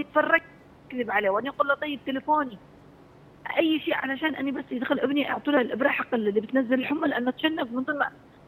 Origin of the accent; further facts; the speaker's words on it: Aden, Yemen; إحنا عندنا في عدن